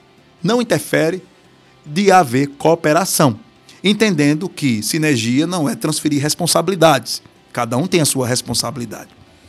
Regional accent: Lagarto, Sergipe, Brazil; born there; moved away; also born or lived in Aracaju; Logo quando a gente veio morar em Lagarto. Eu nasci em Lagarto, mas eu morava em Aracaju e voltei para cá.

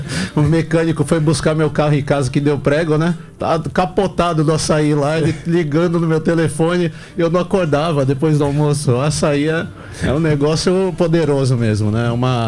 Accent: São Paulo, Brazil; moved away as an adult; now in Macapá, Brazil; São Paulo, né? Eu tava pensando ontem, né? Tô há 23 anos aqui no Amapá já

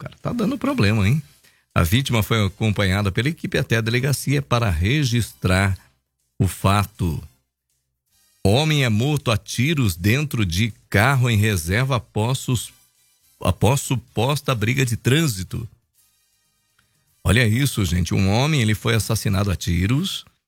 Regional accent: Telêmaco Borba, Paraná, Brazil; also born or lived in Lagoa; quando eu vim lá de Lagoa, aqui para Telêmaco, né? A família se mudou para cá, eu tinha justamente essa idade, né?

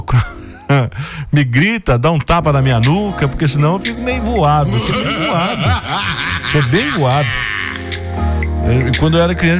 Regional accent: Ponte Nova, Minas Gerais, Brazil; lá da cidade de Ponte Nova, onde eu nasci, onde eu cresci.

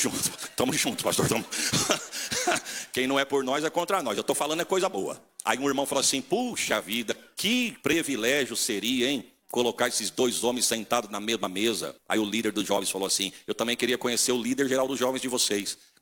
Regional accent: Catanduva, São Paulo, Brazil; Eu falei, não, eu sou de Catanduva.

